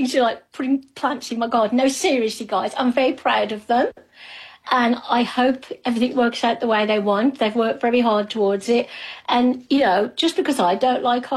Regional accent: Birmingham, West Midlands, United Kingdom; my husband is very much into it, and Birmingham City is my hometown one.

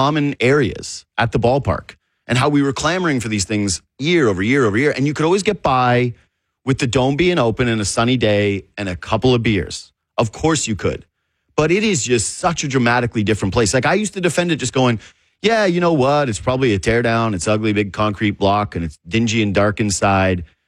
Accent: Canada; being a Canadian who just spent the entire winter with no sun

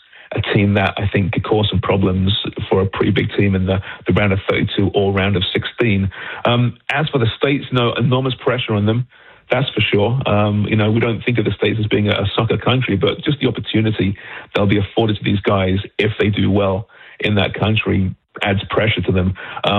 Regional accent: Toronto, Ontario, Canada; I mean, I'm from Toronto here.

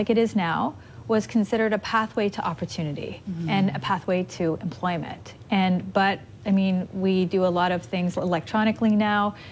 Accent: Ottawa, Ontario, Canada; Ottawa is my hometown, born and raised.

